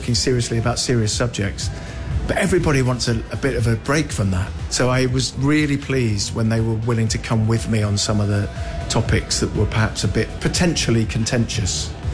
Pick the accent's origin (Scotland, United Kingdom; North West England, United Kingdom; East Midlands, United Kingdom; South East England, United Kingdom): South East England, United Kingdom; Aldershot; But I grew up in a military town. I was born in Aldershot.